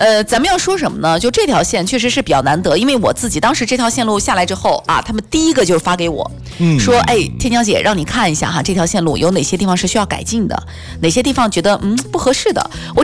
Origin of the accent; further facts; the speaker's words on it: Taiyuan, Shanxi, China; moved away; 我就是山西地地道道土生土长的山西太原姑娘啊。